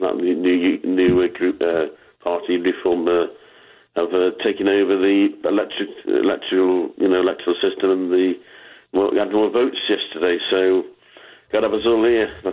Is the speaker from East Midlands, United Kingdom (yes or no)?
no; West Midlands, United Kingdom; Staffordshire.